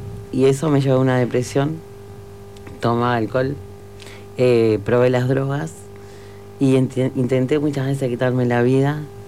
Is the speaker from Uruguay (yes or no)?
yes; Parque del Plata, Canelones, Uruguay; tengo 49 años … Me crié en Parque del Plata con mi madre, mi padre, y en total éramos 8 hermanos.